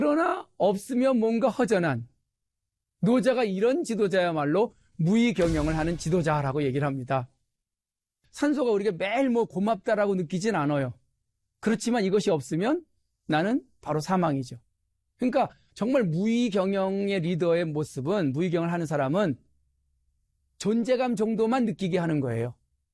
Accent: Chungcheong, South Korea; 제가 충청도 출신인데

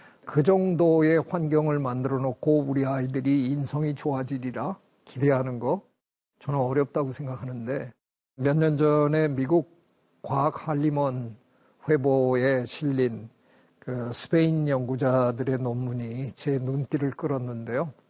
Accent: Gangneung, Gangwon, South Korea; moved away; 제 고향 강릉에 가서

